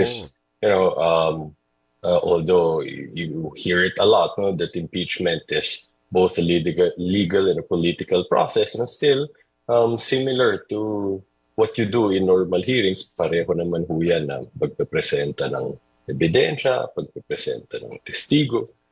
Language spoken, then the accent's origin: Tagalog; Central Luzon, Philippines; Hindi ho. Sa Pampanga side ho tayo.